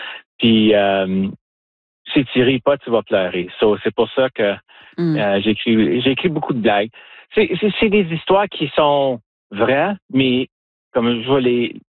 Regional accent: Timmins, Ontario, Canada; je viens de Timmins. J'entraîne des policiers partout au Canada et aux États-Unis. Mais moi, je vis à Timmins. Je suis policier ici à Timmins. Je travaille ici. Ma famille est ici.

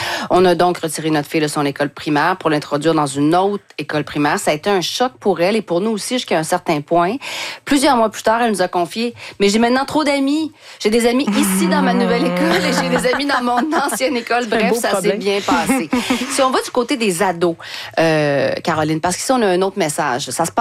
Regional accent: France; moved away as an adult; now in Canada; quand on a immigré au Québec de la France, on a préparé nos enfants de notre mieux.

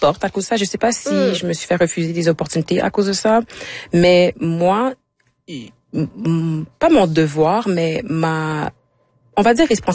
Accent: Quebec, Canada; born there

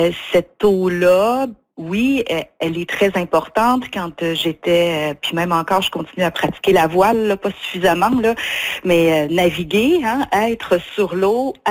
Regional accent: Gaspé, Quebec, Canada; je suis gaspésienne, hein, je viens de Gaspé.

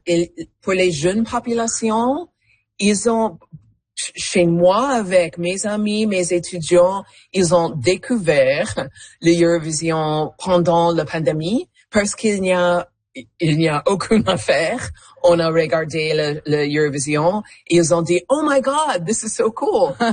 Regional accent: Canada; French is a second language

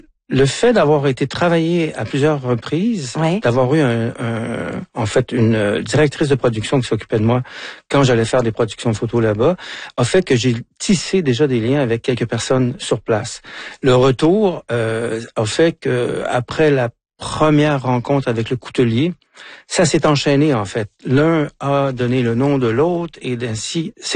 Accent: Quebec, Canada; Sauf que maintenant, j'y vais en tant que Québécois et on a une toute autre ouverture vis-à-vis les Corses.

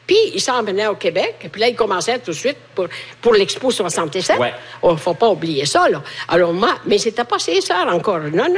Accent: Italy; French is a second language; now in France; Chez nous, en Italie, il fait chaud.

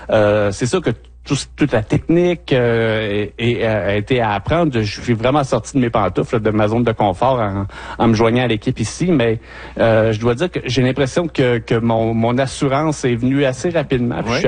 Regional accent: Chicoutimi, Quebec, Canada; moved away as an adult; now in Val-d'Or, Canada; Donc moi, je suis originaire de Chicoutimi, du Saguenay-Lac-Saint-Jean. J'ai étudié là-bas

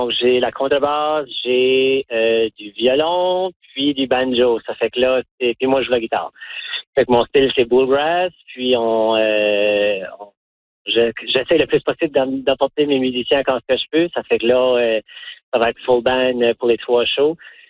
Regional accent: Memramcook, New Brunswick, Canada; Moi, j'ai grandi à Memram Cook

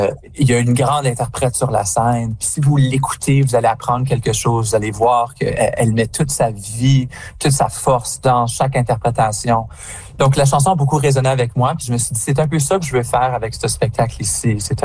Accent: Canada; en tant que Français-Canadien

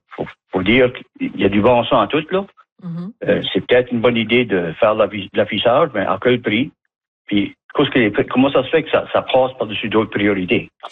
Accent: Canada; Moi, mon héritage, c'est acadien. Je suis fier acadien. Ma famille est ici depuis 1643.

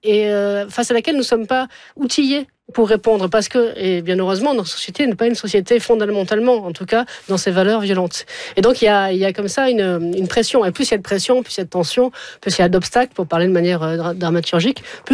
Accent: Montpellier, Occitanie, France; born there

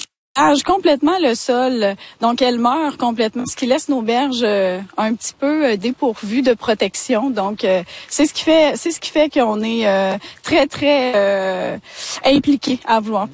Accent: Lévis, Quebec, Canada; Je suis originaire de Lévis, plus du coin de Saint-Nicolas.

